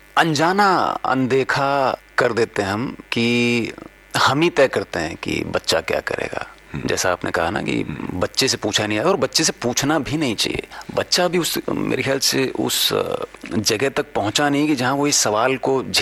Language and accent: Hindi; Delhi, India; मैं दिल्ली में पैदा हुआ, पला बड़ा वहीं पे